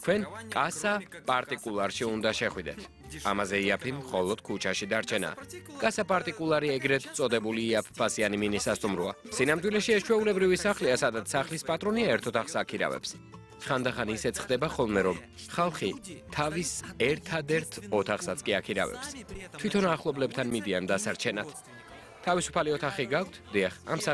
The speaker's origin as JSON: {"language": "Georgian", "country": "Ukraine", "said": "მაგრამ მე უკრაინელი ვარ"}